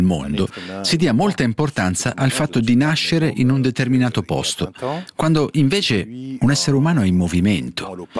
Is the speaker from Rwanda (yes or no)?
yes; Rwanda; Italian is a second language; now in Belgium; Io vengo dal Ruanda, ma ho studiato in francese e ora vivo in Belgio.